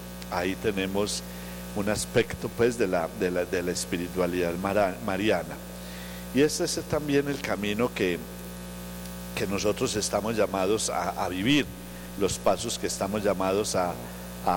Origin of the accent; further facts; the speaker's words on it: Colombia; Hoy como colombianos necesitamos también escuchar este mensaje.